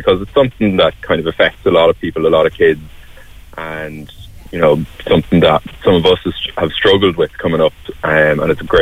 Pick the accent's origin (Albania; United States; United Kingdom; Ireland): Ireland; Navan, Leinster; I'm from Navan.